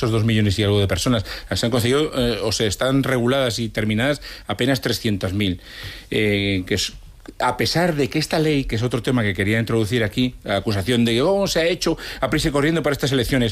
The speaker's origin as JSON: {"language": "Spanish", "region": "Galicia", "country": "Spain", "said": "yo soy gallego y la inmensa mayoría de estos votantes en Buenos Aires, en Argentina y en esos países son gallegos"}